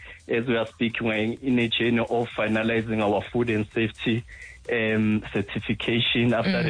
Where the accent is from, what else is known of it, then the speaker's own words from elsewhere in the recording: Soweto, Gauteng, South Africa; from Soweto, Dobsonville.